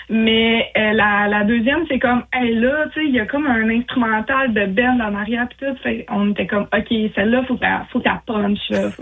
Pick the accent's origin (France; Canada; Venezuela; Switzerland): Canada; Mont-Joli, Quebec; Ouais, je viens de Mont-Joli. C'est là que j'ai été élevée, puis avec ma famille, mes sœurs, puis tout ça.